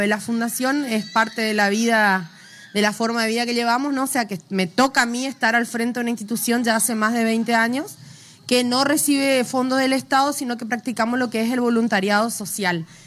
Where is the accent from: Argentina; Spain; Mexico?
Argentina; Virasoro, Corrientes; Yo vengo de Virasoro, Corrientes, departamento de Santo Tomé.